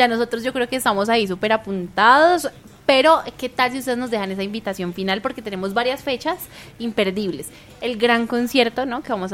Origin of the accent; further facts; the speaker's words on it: Bogotá, Bogotá Capital District, Colombia; soy rola y dicen que los rolos somos tronquitos para el baile.